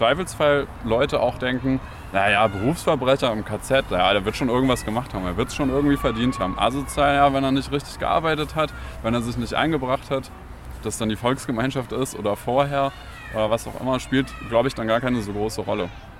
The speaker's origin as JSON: {"language": "German", "region": "West Germany", "country": "Germany", "moved": "yes", "said": "Ich komme aus Westdeutschland"}